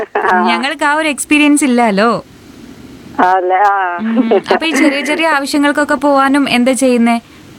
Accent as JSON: {"language": "Malayalam", "area": "Kannur", "region": "Kerala", "country": "India", "said": "ഞങ്ങൾ ഇങ്ങോട്ട് കണ്ണൂരൊക്കെ ഉള്ള ആൾക്കാർക്ക്"}